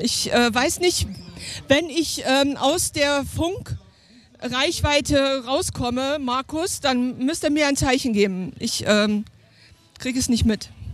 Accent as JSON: {"language": "German", "region": "East Germany", "country": "Germany", "said": "ich bin ja hier auch quasi aus dem Osten. Also ich bin aus dem Osten."}